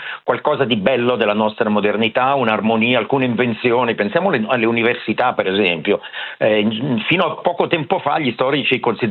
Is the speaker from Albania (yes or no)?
no; Lugano, Ticino, Switzerland; io sono di Lugano